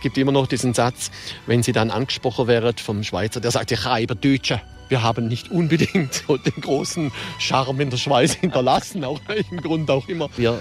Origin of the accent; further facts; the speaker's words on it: Baden-Württemberg, Germany; Ja, wir sind in Baden hier. Natürlich sind wir Badener.